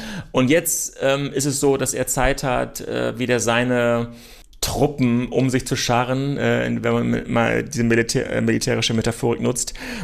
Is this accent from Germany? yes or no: yes; Germany; Wir kommen aus Europa, Sie kommen aus der Schweiz, Demokratie in der DNA, ich komme aus Deutschland.